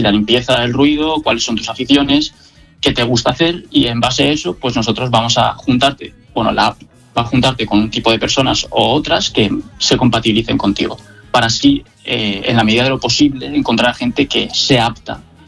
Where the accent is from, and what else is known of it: Alcoy, Valencian Community, Spain